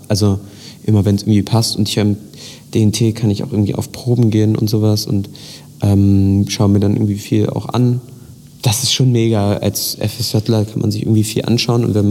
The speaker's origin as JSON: {"language": "German", "town": "Weimar", "region": "Thuringia", "country": "Germany", "said": "ich komme aus Weimar und lebe auch noch in Weimar"}